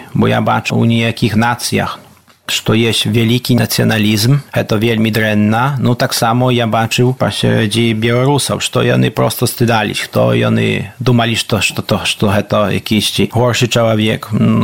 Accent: Podlaskie Voivodeship, Poland; also born or lived in Warsaw; Мой дед этот Спиридон в 1926 году тут купил эту землю. Так что мы уже, скажем, 90 годов в этом месте.

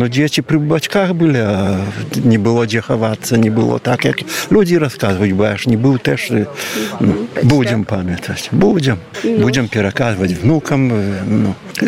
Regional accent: Kuźnica Białostocka, Podlaskie Voivodeship, Poland; Nie, ja sam z Kuźnicy Białostockiej. Żona moja z Topolan.

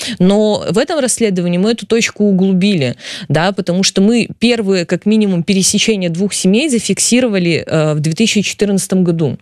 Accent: Belarus; я считаю, что белорусы имеют право знать, как живут наши бизнесмены

